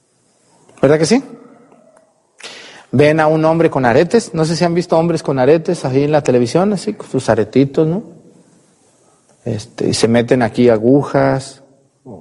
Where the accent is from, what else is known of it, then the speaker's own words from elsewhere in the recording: Jalisco, Mexico; yo también tengo muchos familiares en Coahuila que de mi tierra, Jalisco, migraron a Saltillo.